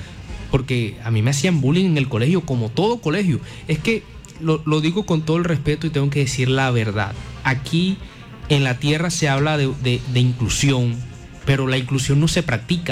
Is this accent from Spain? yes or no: no; Barranquilla, Atlántico, Colombia; born there; also born or lived in Valledupar, Cesar / Fonseca, La Guajira; Entonces yo me vine a vivir aquí a Barranquilla. A propósito, yo tengo 15 años viviendo aquí en Barranquilla, gracias a Dios. Me vine a vivir a Barranquilla eso de los 7, 8 años